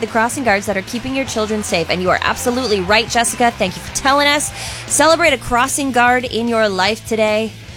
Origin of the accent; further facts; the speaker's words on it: Essex, Ontario, Canada; I grew up in Essex right next to Essex Public School